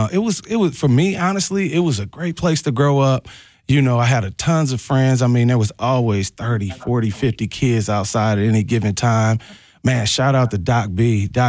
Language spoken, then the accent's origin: English; Milwaukee, Wisconsin, United States; We grew up out in, at the time, on 95th and Brown Deer Road, you know. It was called the Meadows back then. Yeah. I think it might be the Woodlands now.